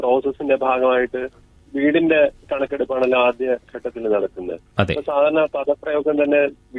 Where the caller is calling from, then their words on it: Thiruvananthapuram, Kerala, India; ഞാൻ തിരുവനന്തപുരം ചാവടിമുക്കിൽ നിന്നാണ് വിളിക്കുന്നത്.